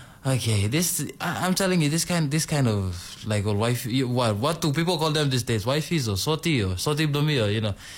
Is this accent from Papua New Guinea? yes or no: yes; Papua New Guinea; She doesn't even know I'm from Papua New Guinea.